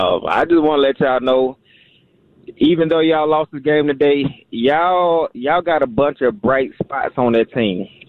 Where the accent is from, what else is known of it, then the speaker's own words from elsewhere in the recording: Atlanta, Georgia, United States; I'm born and raised in Atlanta, man. Grady baby.